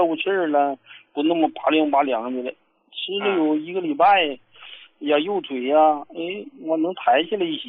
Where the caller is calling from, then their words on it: Harbin, Heilongjiang, China; 哎，胡老师，我是哈尔滨的朋友。哦，